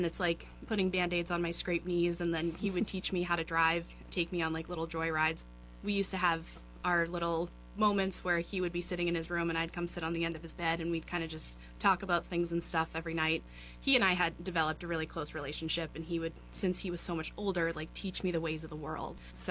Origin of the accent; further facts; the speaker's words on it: Marshfield, Massachusetts, United States; moved away; I grew up in Marshfield. I love Marshfield. It's a place that I kind of keep close to my heart. It's on the beach.